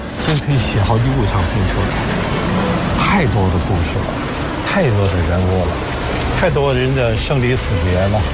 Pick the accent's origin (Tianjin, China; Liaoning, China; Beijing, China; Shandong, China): Tianjin, China; 老城地区说天津话，我在租界长大了，我们说国语，